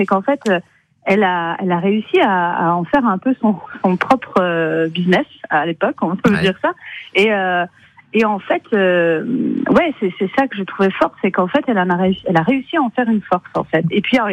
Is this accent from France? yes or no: yes; Thaon-les-Vosges, Grand Est, France; also born or lived in Épinal; Oui, tout à fait, je suis née à Épinal, mais j'ai grandi à Thaon et j'y vis toujours.